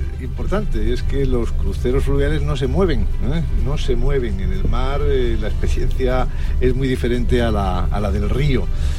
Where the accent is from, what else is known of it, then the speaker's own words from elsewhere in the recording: Spain; De hecho, creo que todos los que estamos aquí somos españoles